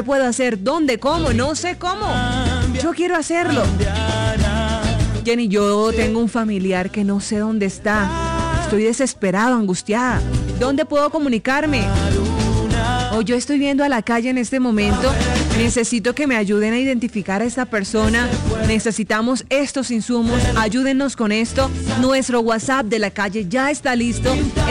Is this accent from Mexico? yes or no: no; Colombia; una de las cosas que nos une como colombianos y que nos identifica de esa tierra tricolor